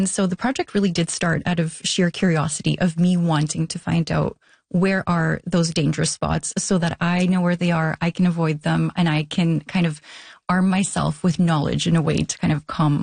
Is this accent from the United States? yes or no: no; Edmonton, Alberta, Canada; also born or lived in Toronto; now in Montreal, Canada; I grew up in a city that was very much car dominant. I grew up in Edmonton, lived in Toronto that has bike paths, but not nearly as many as Montreal.